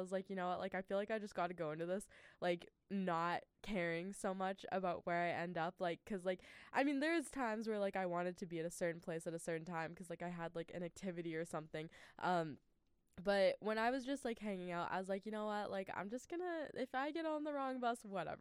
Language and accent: English; Prince George, British Columbia, Canada; like even just in my hometown, like here in Prince George